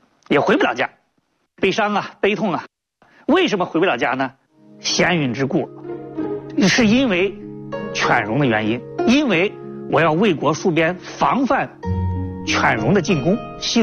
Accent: China

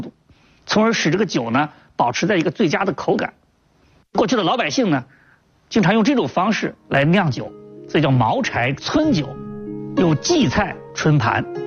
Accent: China; 我们中国人

